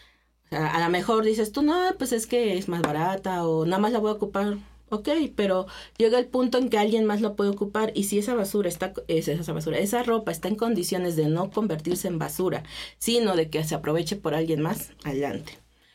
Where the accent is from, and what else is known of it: Hidalgo, Mexico; now in Texcoco, Mexico